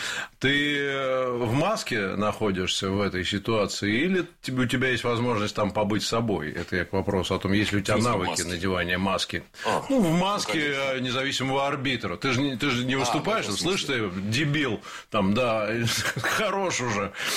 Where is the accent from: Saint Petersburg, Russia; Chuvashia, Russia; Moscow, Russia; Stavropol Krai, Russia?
Moscow, Russia; мы москвичи своих не забываем